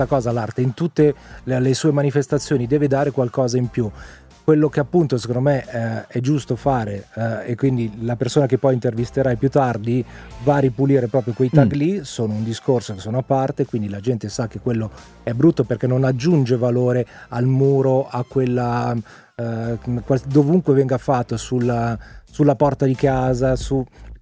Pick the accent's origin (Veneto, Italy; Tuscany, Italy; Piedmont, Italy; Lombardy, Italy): Lombardy, Italy; Monza; io sono nato e cresciuto a Monza